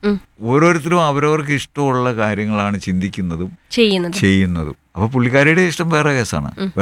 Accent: Thodupuzha, Kerala, India; തൊടുപുഴ അരിക്കുഴ എന്ന് പറഞ്ഞ ഗ്രാമത്തിലാണ് ഞാൻ ജനിച്ചതും വളർന്നതും. അരിക്കുഴ ASS UPSലാണ് പഠിച്ചത്. മണക്കാട് NSS ഹൈസ്കൂളിലാണ് ഹൈസ്കൂൾ വിദ്യാഭ്യാസം നേടിയത്.

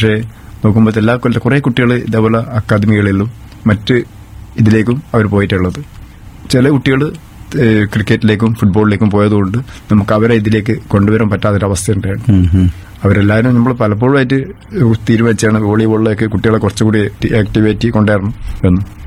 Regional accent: Malur, Kerala, India; വീട് മാലൂരാണ്, മാലൂർ കപ്പറ്റപ്പയിൽ.

